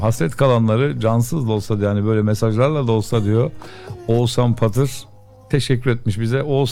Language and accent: Turkish; Ankara, Turkey; Yeni Doğan Fatih Mahallesi'nde doğdum. Gökşen Efe'de geçti. Atıf Bey'de geçti çocukluğumuzun tamamı. Gençlik yıllarımız Babur Caddesi Altındağ'da.